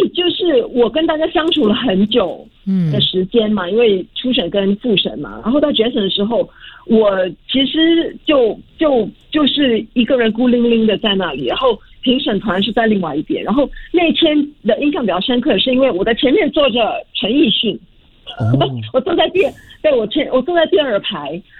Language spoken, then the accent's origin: Chinese; Singapore; 我们是新加坡人，谁说我们的中文不好？